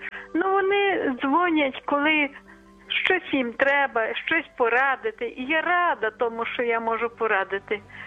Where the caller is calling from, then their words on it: Lviv, Lviv Oblast, Ukraine; Я зі Львова